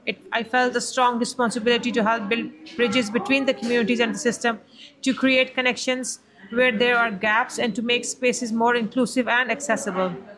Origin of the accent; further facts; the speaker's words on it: Pakistan; now in Cork, Ireland; I am originally from Pakistan and have been living in Cork for almost 18 years now.